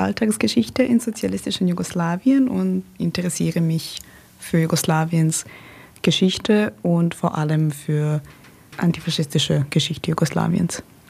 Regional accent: Belgrade, Serbia; moved away as an adult; now in Leipzig, Germany; in Deutschland seit 12 bald, wow. Und ich bin eigentlich in Belgrad geboren und aufgewachsen, geboren in Jugoslawien noch und aufgewachsen dann in Serbien und Montenegro und danach Serbien.

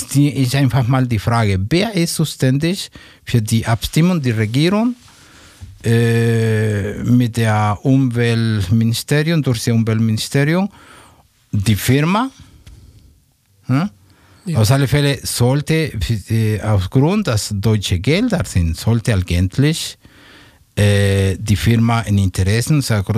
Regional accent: Mexico; German is a second language; Ich bin Mexikaner.

